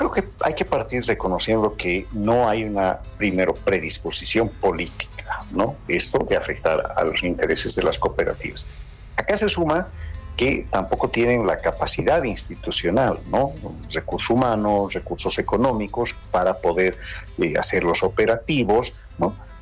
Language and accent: Spanish; Bolivia